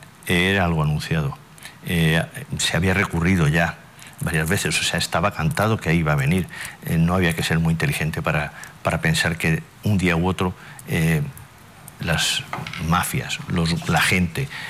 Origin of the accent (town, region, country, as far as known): Ceuta, Spain